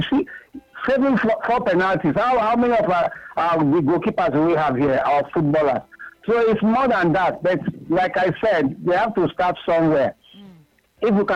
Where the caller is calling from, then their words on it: Ikorodu, Lagos, Nigeria; I'm calling from Ikorodu.